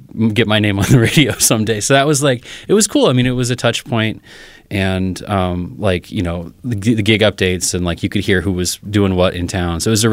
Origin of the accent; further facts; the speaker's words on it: Des Moines, Iowa, United States; I'm from Iowa. You're from Iowa, right. Des Moines. I grew up in Des Moines and then moved to Iowa City when I was in college and hung out in Iowa City for 10 years and then moved here in like 2022.